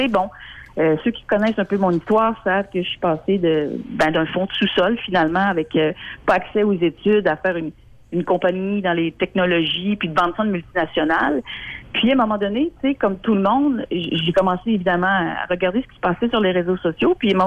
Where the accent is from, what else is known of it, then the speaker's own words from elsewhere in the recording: Quebec City, Quebec, Canada; je suis de Québec